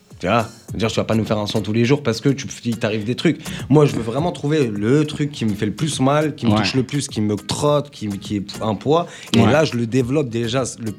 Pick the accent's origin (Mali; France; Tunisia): Tunisia; je suis tunisien, comme je t'ai dit tout à l'heure.